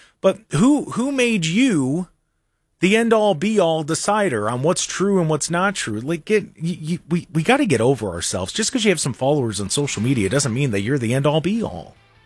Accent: United States; as an American, I believe in freedom of religion.

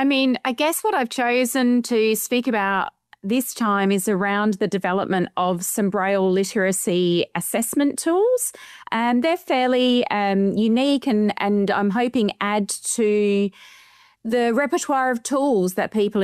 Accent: Adelaide, South Australia, Australia; I'm super excited for it to be in my hometown of Adelaide.

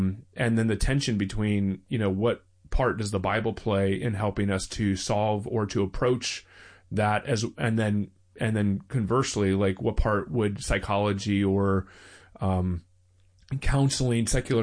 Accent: the South, United States; born or raised there

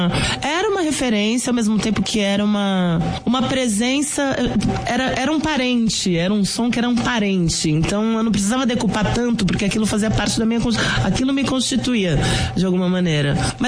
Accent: São Lourenço, Minas Gerais, Brazil; Mas na infância, como eu cresci em São Lourenço, eu cresci em Minas.

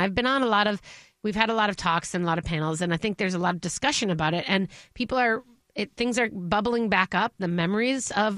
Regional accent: Minnesota, United States; like, I feel like there is a, you know, like a real joy of being a Minnesotan.

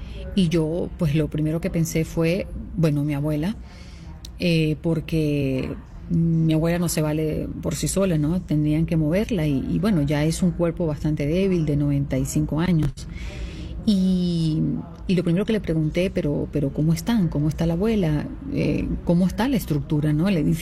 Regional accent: Venezuela; moved away; los terribles hechos que han acontecido en mi país

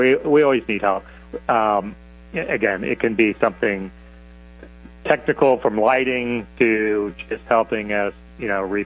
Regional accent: Florida, United States; I'm born and raised in Central Florida

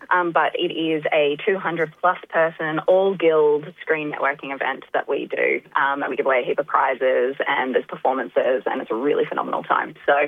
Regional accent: St Kilda, Victoria, Australia; You know, I grew up in St Kilda. It's my local festival.

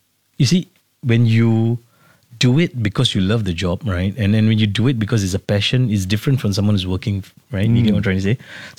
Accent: Hougang, Singapore; So where I grew up in Hougang, it's you don't see this kind of cars everywhere.

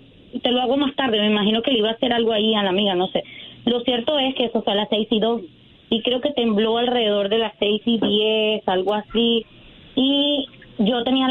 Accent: Venezuela; moved away; 11 años que salí de Venezuela, me vine a estudiar acá, estudié inglés

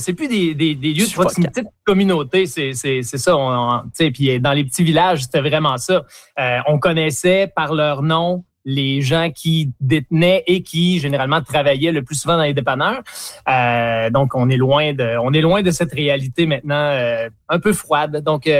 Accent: Quebec, Canada; je suis de la Mauricie, un petit village, et j'ai travaillé là comme j'avais 14-15 ans.

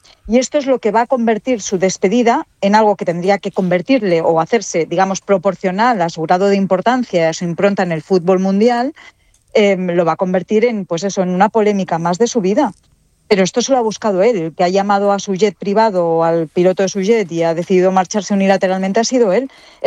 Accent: Spain; Yo soy española, no portuguesa.

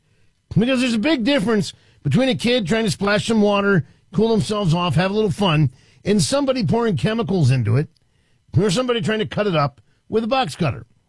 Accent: Washington, District of Columbia, United States; I grew up in Washington, D.C.

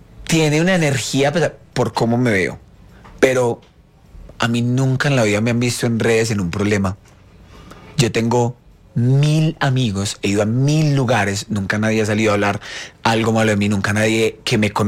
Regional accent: Colombia; ir a hablar sobre mi canción en Colombia, que es mi país de origen

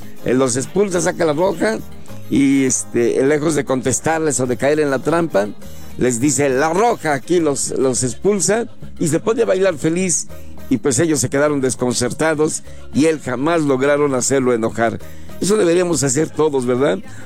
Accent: Mexico; En otras cosas los mexicanos somos mejores

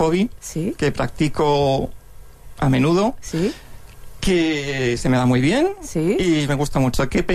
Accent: Madrid, Community of Madrid, Spain; born there; Vengo de Madrid, siempre aquí.

